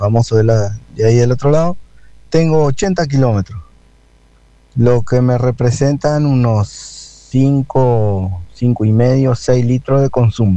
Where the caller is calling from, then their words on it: Salto, Uruguay; yo vivo en Salto Nuevo